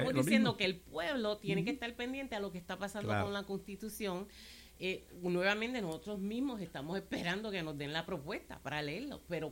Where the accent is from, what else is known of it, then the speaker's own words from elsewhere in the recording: U.S. Virgin Islands; Pues ellos vienen acá a las Islas Vírgenes y nosotros no le podemos decir a ellos, tú no eres de aquí